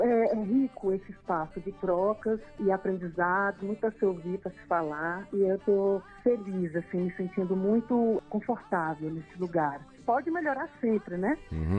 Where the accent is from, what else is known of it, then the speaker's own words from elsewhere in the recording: Brasília, Federal District, Brazil; como eu sou aqui de Brasília, é uma cidade jovem